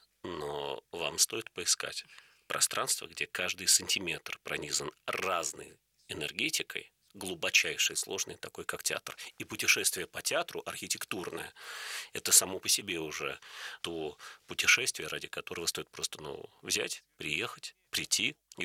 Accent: Moscow, Russia; also born or lived in United States; потому что я вроде как москвич, но всегда был гостем столицы, потому что мы жили в Америке, мы приезжали всегда летом в театр.

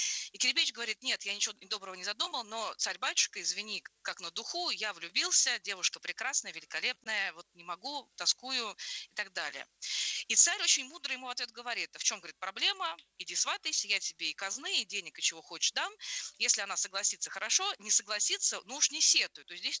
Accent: Kaluga Oblast, Russia; я же из Калужской области, для меня город Калуга очень родной

